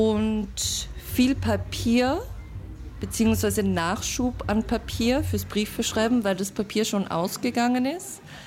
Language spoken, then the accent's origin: German; Vorarlberg, Austria; moved away; Ich widme mich Literatur und Kunst und komme ursprünglich aus Vorarlberg, bin zum ersten Mal in Klagenfurt